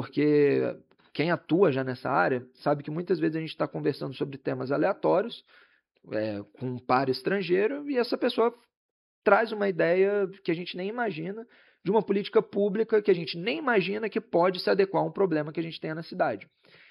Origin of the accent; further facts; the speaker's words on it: Rio de Janeiro, Brazil; now in São Paulo, Brazil; eu sou do Rio de Janeiro